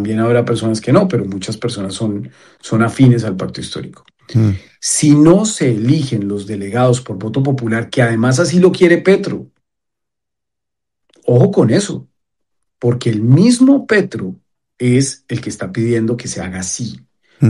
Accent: Caribbean Region, Colombia; porque yo soy un bacán y soy un costeño y tal, extrovertido

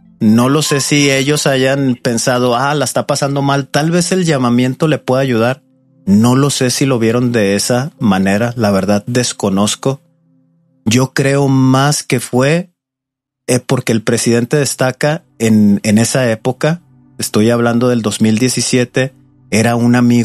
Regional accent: Torreón, Coahuila, Mexico; now in Morelia, Mexico

